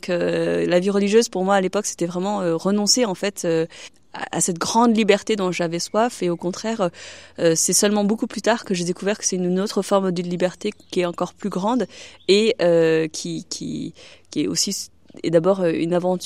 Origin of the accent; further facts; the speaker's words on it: Paris, Île-de-France, France; Alors au début de mon enfance, à Paris, j'ai surtout participé à la vie paroissiale d'une paroisse chinoise dans le 3e.